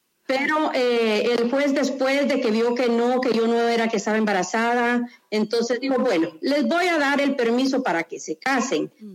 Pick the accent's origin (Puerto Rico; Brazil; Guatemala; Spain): Guatemala; now in Providence, United States; Nosotros venimos de Guatemala, ambos, uh-huh. Y lo más curioso es de que vivíamos, que solo un río dividía las dos aldeas donde nosotros vivíamos, y nunca nos conocimos allá. Uh-huh. Y venimos a conocernos acá en Estados Unidos, en Providence, Rhode Island. Uh-huh. Ya tenemos yo tengo 40 años de vivir acá en Providence